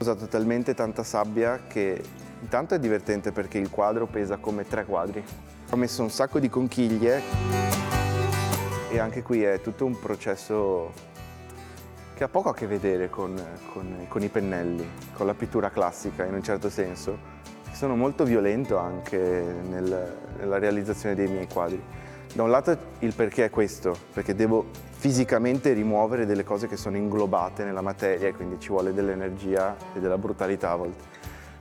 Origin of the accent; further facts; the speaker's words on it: Venice, Veneto, Italy; sono cresciuto a Venezia